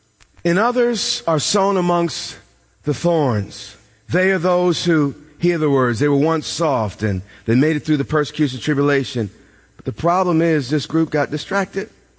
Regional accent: New York, United States; I'm not that Southern. I just like saying root. But I want to say it again. And they had no root. I'm from New York.

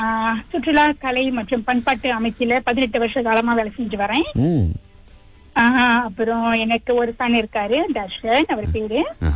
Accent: Damansara, Selangor, Malaysia; நான் வந்து ஒரிஜினலி டமன்ஷாரா.

